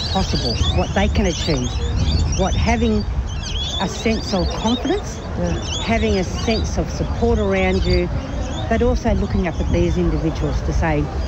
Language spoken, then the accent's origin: English; Moree, New South Wales, Australia; now in Adelaide, Australia; I'm a descendant of the Gamilaroi Nation from northern New South Wales. Moree is my hometown. And I've been here in Adelaide for the last 22 years now.